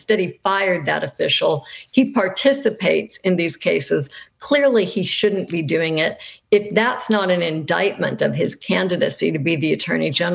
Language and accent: English; Alabama, United States; Katie Britt, my home state senator from Alabama